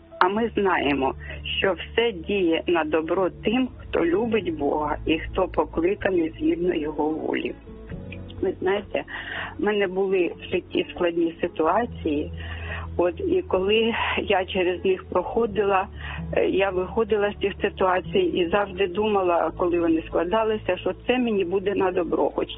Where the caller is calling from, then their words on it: Kyiv, Ukraine; я з Києва дзвоню.